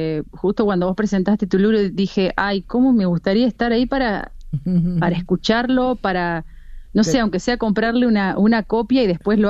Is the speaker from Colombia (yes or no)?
no; La Pampa, Argentina; also born or lived in Río Cuarto, Córdoba, Argentina; yo te digo como pampeana, porque yo nací en Río Cuarto, pero al mes de vida me vine a vivir a La Pampa, o sea que soy más pampeana que otra cosa.